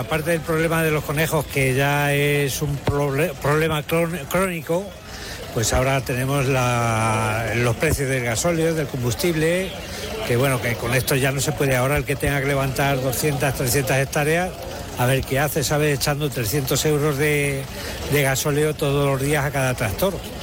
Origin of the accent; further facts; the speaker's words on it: Madridejos, Castilla-La Mancha, Spain; Venimos de Madridejos.